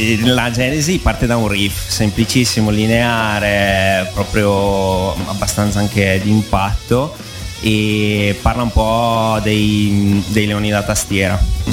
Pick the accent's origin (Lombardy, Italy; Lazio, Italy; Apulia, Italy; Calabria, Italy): Lombardy, Italy; Varese; Noi veniamo da Varese, quindi siamo sul confine con la Svizzera principalmente.